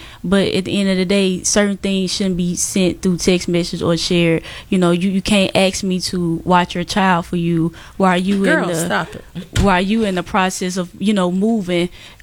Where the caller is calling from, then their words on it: Mississippi, United States; maybe I'm from Mississippi.